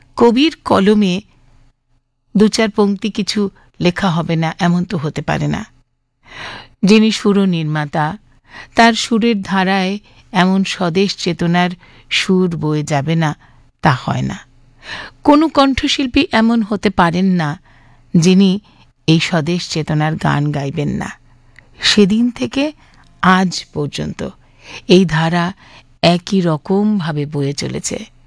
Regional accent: India; যারা আমরা স্বাধীন ভারতে জন্মগ্রহণ করেছি

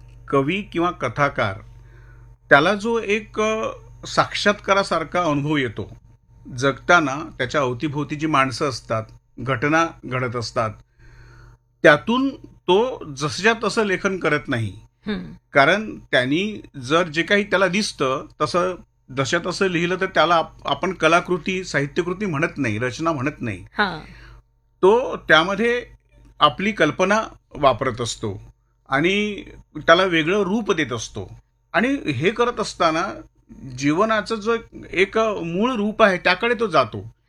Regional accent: Gadchiroli, Maharashtra, India; मी मूळचा गडचिरोलीचा, तिथं आदिवासी बहुल असा तो आमचा प्रांत आहे. माझे वडील आदिवासी भागात शिक्षक होते, त्यांच्यासोबत मी आदिवासी गावांमध्ये खूप फिरलेलो आहे. आणि त्याशिवाय आमचा जो झाडीपट्टीचा चार जिल्ह्यांचा प्रदेश आहे, चंद्रपूर, गडचिरोली, भंडारा

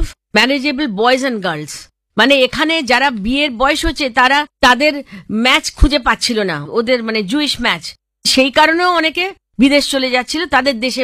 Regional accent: India; আমি যেহেতু ভারতীয় তো আমাকে ডেকেছিলেন এই ব্যাপারে একটু মানে ওখানে একটা লেকচার দিতে

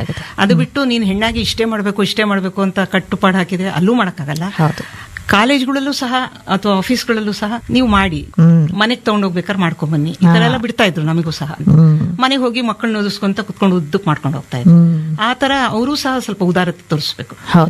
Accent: Chitradurga, Karnataka, India; born or raised there; now in Shivamogga, India

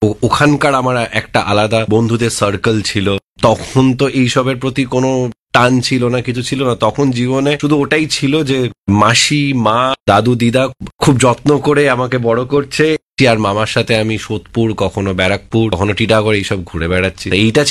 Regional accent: Kolkata, West Bengal, India; also born or lived in Khardah; আমার ছোটবেলাটা কেটেছে মূলত লেক গার্ডেন্সে, আমি কলকাতাতে, সাউথ কলকাতায় লেক গার্ডেন্সই আমার বড় হয়ে ওঠা। কিন্তু তার সাথে আমার মামার বাড়ি হলো খড়দা, ঠিক সোদপুর ক্রস করি তারপরে স্টেশন, তো সেখানে আমি অনেকটা সময় কাটিয়েছি আমার ছোটবেলায়

